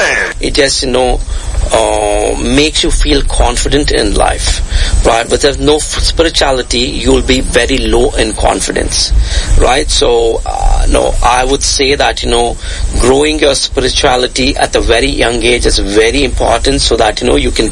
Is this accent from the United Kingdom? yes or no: no; India; moved away as an adult; also born or lived in Australia; now in Canada; I was born and raised in India. Right, then, you know, moved out of the country in 2006 for my higher studies to Australia. Lived there for 5 years and then moved to Canada in 2012